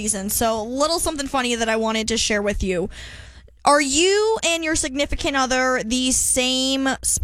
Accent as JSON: {"language": "English", "town": "Chicago", "region": "Illinois", "country": "United States", "tie": "born or raised there", "said": "So I was born and raised in Chicago."}